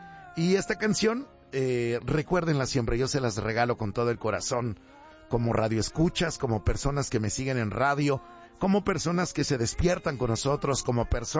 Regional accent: Culhuacán, Mexico City, Mexico; de allá de la Magdalena, Culhuacán, de donde soy nativo, originario de los Culhuacanes, rodeado de San Francisco, Culhuacán, San Juan.

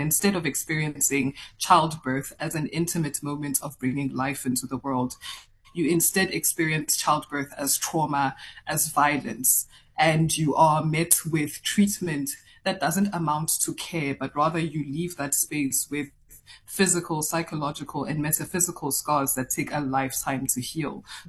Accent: Mpumalanga, South Africa; born there; moved away as an adult; also born or lived in Pretoria; So I moved back to Mpumalanga from Pretoria to take care of her.

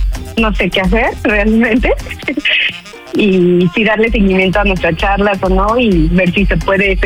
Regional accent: Cuernavaca, Morelos, Mexico; Hola, soy de Cuernavaca y tengo 32 años.

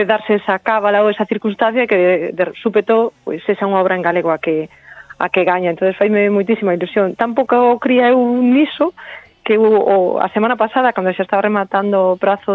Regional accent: Meirás, Galicia, Spain; now in Santiago de Compostela, Spain; os meus dirían, os fillos dirían, que va, mamá, ti sigues sendo de Meirás e serálo toda a vida, pero bueno, unha parte de min sí que xa é de Santiago, sí.

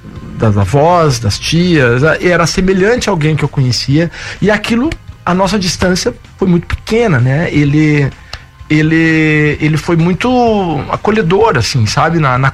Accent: Curitiba, Paraná, Brazil; no Lindóia, que para mim é um bairro muito simbólico, de Curitiba. Lógico que eu nasci na Vila Cubas, depois a família toda no Novo Mundo, que a gente era todos os vizinhos ali, né, do Papa João XXIII, né, da escola.

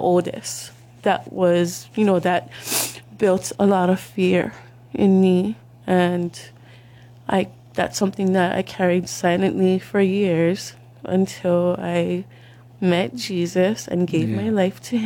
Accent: Waipahu, Hawaii, United States; I grew up in Waipahu, like Pūpūnohe Street.

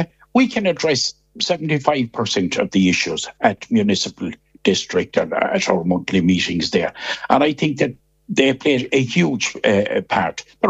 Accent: Kilkelly, Connacht, Ireland; my hometown, Kilkelly

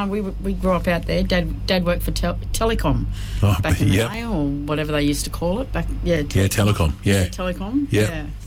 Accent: Trundle, New South Wales, Australia; now in Clarence Valley, Australia; I'm originally from Trundle, which is out near Parks, Dubbo.

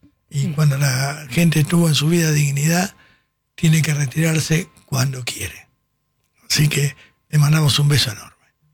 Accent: Argentina; Me da vergüenza como argentino tener un pueblo tan boludo.

